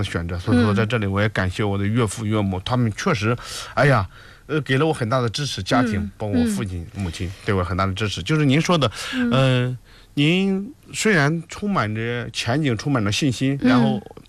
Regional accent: Shandong, China; 作为一个山东人啊，这种骨子里的这种情感，或者我觉得我是非常非常传统的一个山东男人

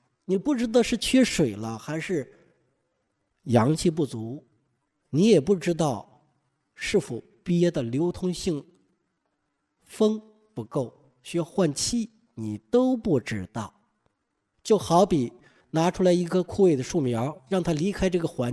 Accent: China; 因为我们中国人就爱补，就喜欢补肾，

